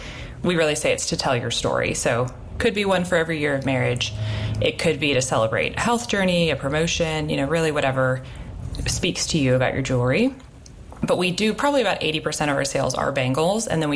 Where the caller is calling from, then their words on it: Nashville, Tennessee, United States; I'm calling from Nashville, Tennessee.